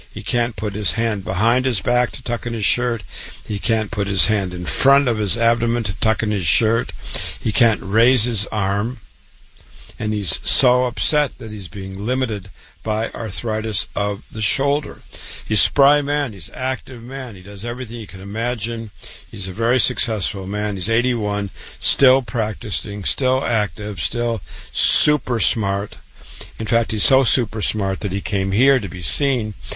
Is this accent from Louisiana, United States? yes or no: no; Waterloo, Iowa, United States; Born and raised in Waterloo, Iowa.